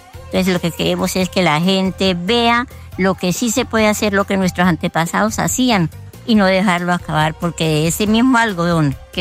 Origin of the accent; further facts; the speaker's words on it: Charalá, Santander, Colombia; Somos acá de Charalá